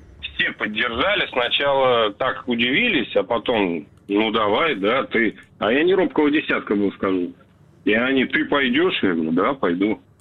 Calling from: Krasnodar Krai, Russia; also born or lived in Tomsk; Я звоню вам с Кубани. Раньше жил в городе Томск.

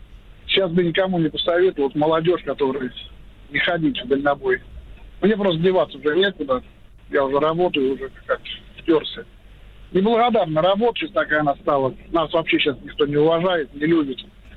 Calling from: Tambov, Tambov Oblast, Russia; Да, город Тамбов.

